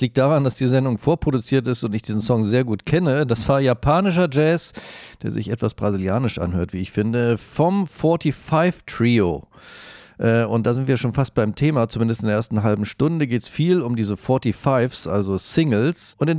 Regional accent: Hanover, Lower Saxony, Germany; Aber wir bleiben noch kurz bei diesem umtriebigen Agogo Records Label aus meiner Heimat Hannover.

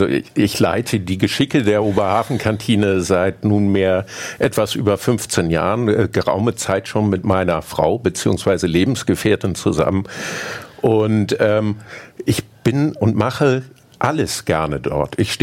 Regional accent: Hamburg, Germany; moved away as an adult; also born or lived in Argentina; Ich bin Hamburger. Wir haben einige Jahre im Ausland gelebt. Ich hatte das große Glück, 5 Jahre mit meiner Partnerin in Argentinien leben und arbeiten zu dürfen. Aber irgendwie hat uns Hamburg immer wieder zurückgezogen.

